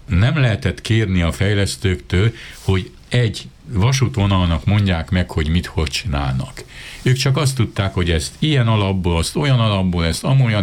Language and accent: Hungarian; Western Transdanubia, Hungary; az én szülőföldemnek a vasútvonal az a Pápa-Csornai vasútvonal.